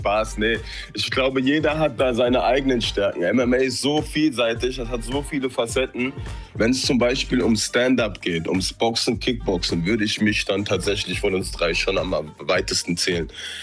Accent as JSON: {"language": "German", "town": "Hanau", "region": "Hesse", "country": "Germany", "tie": "born or raised there", "said": "wir sind alle drei hier zusammen aufgewachsen in Hanau. Wir haben gar nicht so große Altersunterschiede. Ja, der Älteste ist 97er Baujahr, der andere 98er. Und dann komme ich zum Schluss mit 2001."}